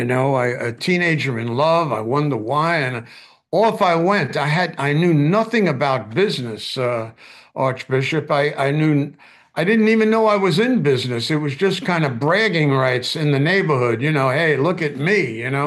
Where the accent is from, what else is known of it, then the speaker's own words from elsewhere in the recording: New York City, New York, United States; Yeah, I grew up in the Bronx.